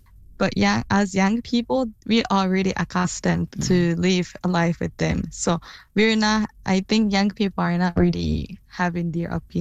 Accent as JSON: {"language": "English", "region": "Okinawa", "country": "Japan", "tie": "born or raised there", "second_language": "English", "said": "For me, it was normal to have them. When I go to the park, we often like talked. I didn't speak English, but, you know, say hello. Military was there since I was born."}